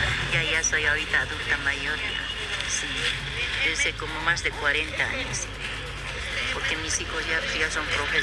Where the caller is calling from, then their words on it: Bolivia; mi papi ya era mestizo. Sus hijos llegamos a ser mestizos, pero somos bolivianos, ¿no es cierto?